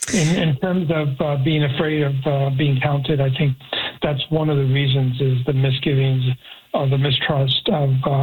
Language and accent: English; Lebanon; moved away; Like, for example, I'm from Lebanon, but I've lived here for 62 years.